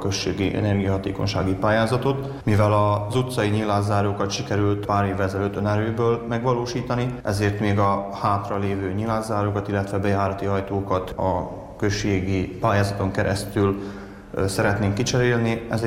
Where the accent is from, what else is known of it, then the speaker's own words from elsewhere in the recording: Kavilló, Vojvodina, Serbia; Kavillóról jöttem. Van egy nagyon szép kis családi házunk Kavillón